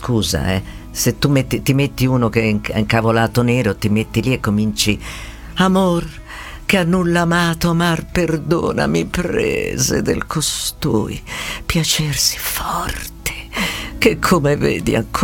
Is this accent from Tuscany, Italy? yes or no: yes; Tuscany, Italy; A noi ci dispiace perché siamo toscani.